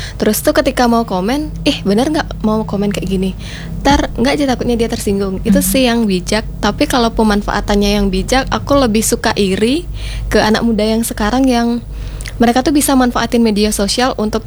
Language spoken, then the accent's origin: Indonesian; Bali, Indonesia; Kita nih orang Bali itu yang tahu budaya kita kan kita sendiri.